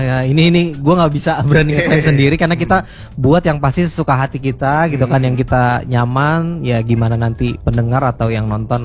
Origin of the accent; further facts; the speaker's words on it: Jakarta, Indonesia; Jaktim Pride gua.